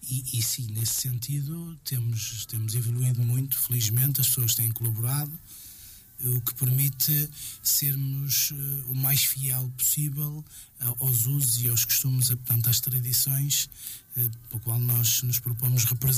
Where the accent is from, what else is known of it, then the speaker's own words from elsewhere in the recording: Lousada, Porto, Portugal; moved away as an adult; now in Sousela, Portugal; comecei no grupo folclórico das … em Romariz, em Medo, a terra onde eu nasci, com o meu pai.